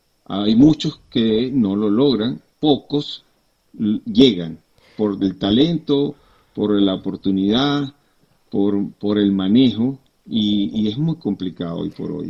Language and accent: Spanish; Venezuela; representando a mi país, a Venezuela.